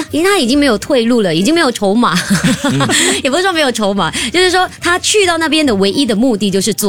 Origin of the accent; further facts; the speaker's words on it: Singapore; 我们身为新加坡人的我们在这里，